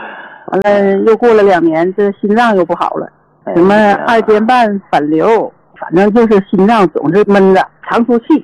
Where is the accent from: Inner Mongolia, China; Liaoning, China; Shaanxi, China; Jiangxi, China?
Liaoning, China; Shenyang; 我家是沈阳的。